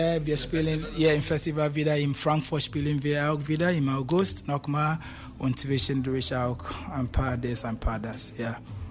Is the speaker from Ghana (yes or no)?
yes; Ghana; ich komme aus der Straße, Reggae, Afro, Weiss, ja, direkt aus Ghana.